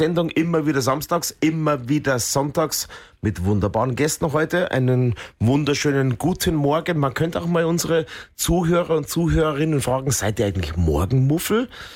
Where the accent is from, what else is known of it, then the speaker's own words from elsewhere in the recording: Bavaria, Germany; grüezi Nesen, würde ich bald sagen als Bayer.